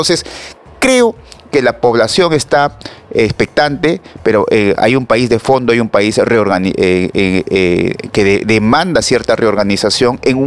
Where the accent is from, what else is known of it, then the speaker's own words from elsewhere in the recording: Végueta, Lima, Peru; Yo soy de Vegeta